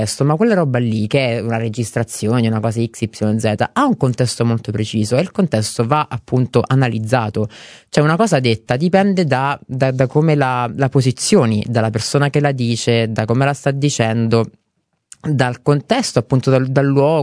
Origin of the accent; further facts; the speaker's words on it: Reggio Calabria, Calabria, Italy; io sono di Reggio Calabria, una famiglia calabrese